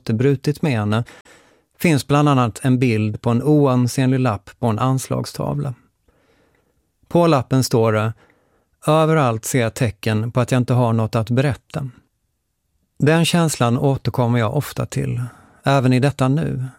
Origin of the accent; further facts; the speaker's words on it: Lund, Skåne, Sweden; born there; I studentstaden Lund, där jag kommer från, är studentspex-traditionen stark.